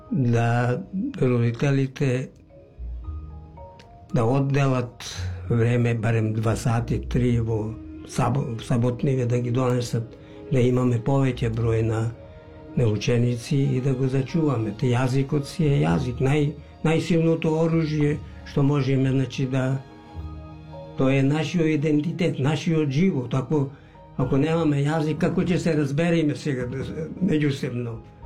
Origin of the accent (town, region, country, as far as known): Pelagonia, North Macedonia; now in Wollongong, Australia